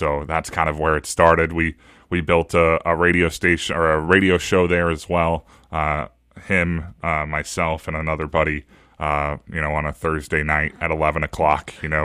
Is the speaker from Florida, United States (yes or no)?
no; Clarkson, Nebraska, United States; moved away as an adult; also born or lived in O'Neill, Nebraska / Roseland, Nebraska / Elgin, Nebraska / Sioux City, Iowa; Born and raised in Nebraska. I was born in O'Neill, Nebraska. We moved when I was, very young, an infant, to Clarkson, Nebraska. And I was in Clarkson until about eighth grade.